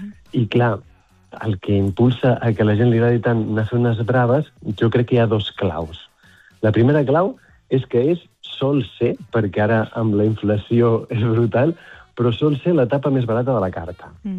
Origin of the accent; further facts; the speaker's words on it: Girona, Catalonia, Spain; born there; Li dius a un de Girona, que jo vaig néixer a Girona